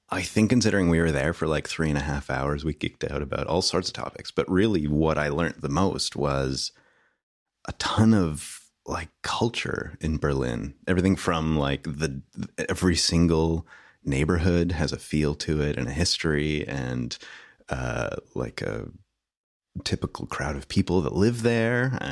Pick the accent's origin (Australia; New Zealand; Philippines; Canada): Canada; As a Canadian, you know, you got to do the right thing.